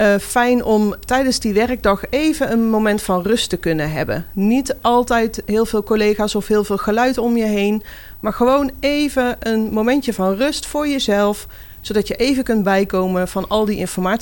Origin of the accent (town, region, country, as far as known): Netherlands